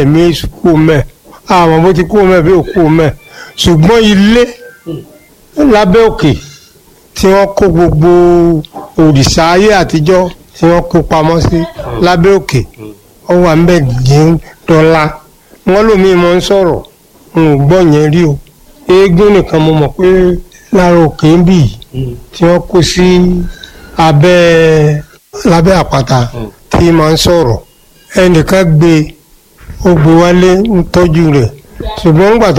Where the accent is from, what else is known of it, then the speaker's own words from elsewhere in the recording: Igbeti, Oyo, Nigeria; mo ní ìjọ ọmọ bí mo wà ní olóhùn mọ̀ pé ìgbẹ́tì ni mo ti wá